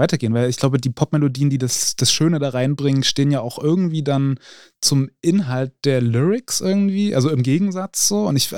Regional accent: Saxony, Germany; now in Leipzig, Germany; Ich komme aus dem Erzgebirge. Vor allem die Hamid, wie man im Erzgebirge sagt, meine Heimat.

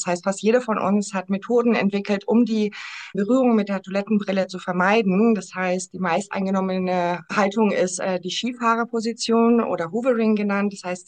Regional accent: Canary Islands, Spain; moved away; Ich bin auf den Kanarischen Inseln groß geworden.

